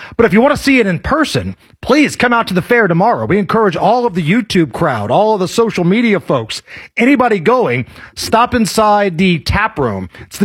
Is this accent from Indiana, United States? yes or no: yes; Beech Grove, Indiana, United States; I grew up in Beach Grove.